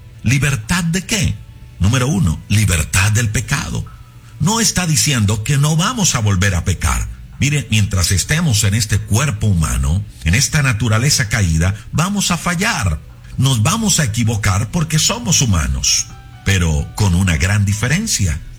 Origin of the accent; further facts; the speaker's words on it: Colombia; Hoy celebramos en Colombia nuestra fiesta de independencia.